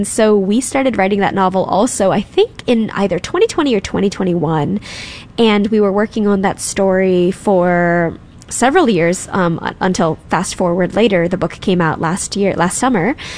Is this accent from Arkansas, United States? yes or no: no; St. Louis, Missouri, United States; born there